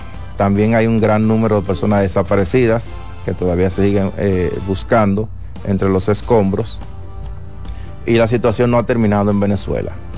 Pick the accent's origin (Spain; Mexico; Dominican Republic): Dominican Republic